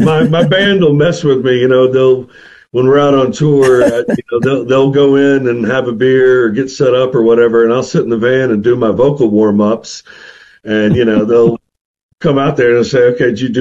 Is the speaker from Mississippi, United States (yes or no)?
yes; Meridian, Mississippi, United States; also born or lived in Hattiesburg, Mississippi; down where I grew up in Hattiesburg and Meridian